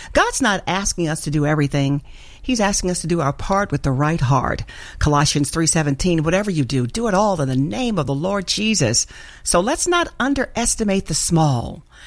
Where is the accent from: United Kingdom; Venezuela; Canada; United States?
United States; Arkansas; I remember growing up in Arkansas, and we'd have gardens everywhere.